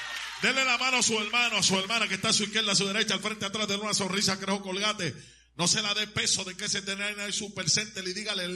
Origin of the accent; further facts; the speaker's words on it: Puerto Rico; born there; moved away; A los 14 años de edad me convertí en el árbitro de baloncesto en la liga profesional de mi país, más joven en toda mi isla llamada Puerto Rico.